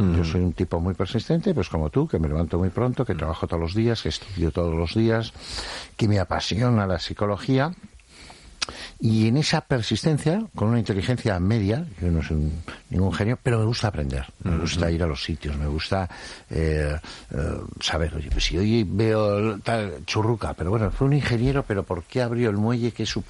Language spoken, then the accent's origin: Spanish; Madrid, Community of Madrid, Spain; also born or lived in Estella; padres que me llevaron a nacer a Estella, pero yo he vivido toda la vida en Madrid, en Chamberí